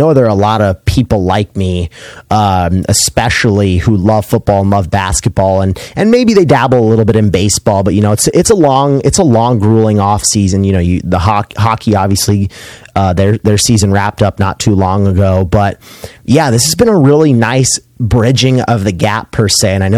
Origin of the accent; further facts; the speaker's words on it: United States; as an American who's trying to get into soccer